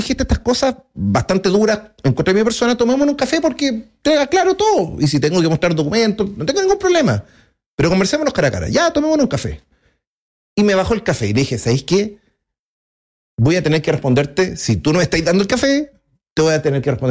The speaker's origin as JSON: {"language": "Spanish", "region": "Antofagasta", "country": "Chile", "tie": "born or raised there", "said": "me crié en el San Luis, Antofagasta, Colegio de Hombres."}